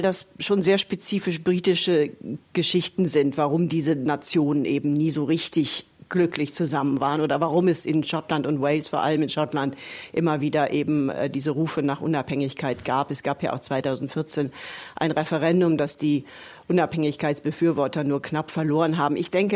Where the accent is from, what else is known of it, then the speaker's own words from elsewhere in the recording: Germany; moved away as an adult; now in United Kingdom; Wir kennen das ja auch als Deutsche